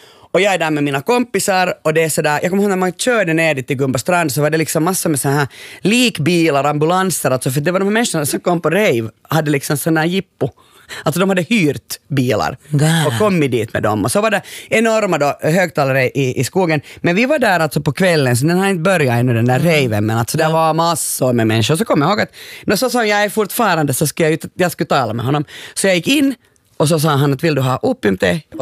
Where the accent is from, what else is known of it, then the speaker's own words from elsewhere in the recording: Uusimaa, Finland; accent: Nylandic; Ja, jag talar ju nyländska, men det gör vi ju alla.